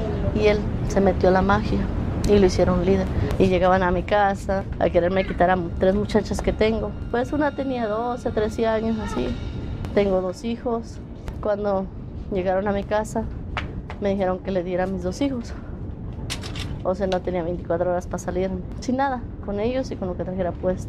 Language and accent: Spanish; Guerrero, Mexico; moved away as an adult; soy de Guerrero. Salí de ahí hace 6-7 años.